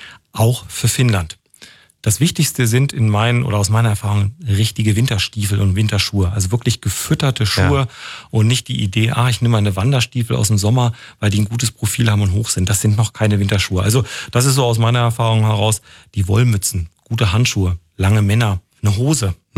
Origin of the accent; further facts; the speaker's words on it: Thuringia, Germany; Also als Thüringer weiß ich, was wir im Schnitt im Schrank haben.